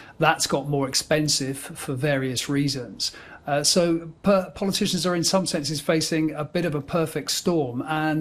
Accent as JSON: {"language": "English", "country": "New Zealand", "also_born_or_lived": "United Kingdom", "said": "And I should say I'm also a New Zealander as well as a Brit, so I've got some familiarity with this system as well."}